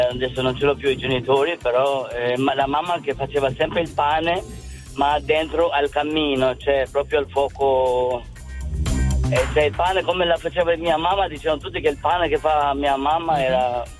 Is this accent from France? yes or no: no; Albania; born or raised there; now in Legnano, Italy